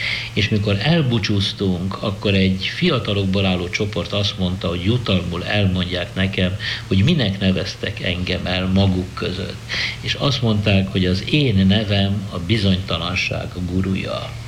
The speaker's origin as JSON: {"language": "Hungarian", "region": "Budapest", "country": "Hungary", "tie": "born or raised there", "said": "kezdőfázis, amikor én lipotvárosi, polgári, jól nevelt, vallásos zsidó kisfiú vagyok. 1933-tól, amikor születtem, mondjuk tart 43-44-ig az első 10 év."}